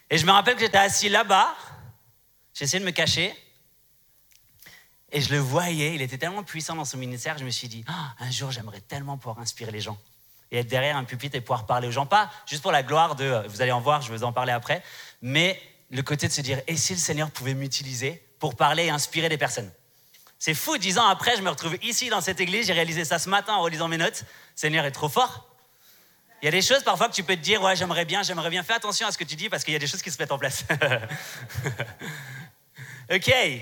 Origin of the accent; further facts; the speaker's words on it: Strasbourg, Grand Est, France; Je viens de Strasbourg, je vous l'ai dit hier, pour ceux qui viennent là cet après-midi, Strasbourg, c'est en France. Okay, c'est sur la bordure allemande, mais c'est en France.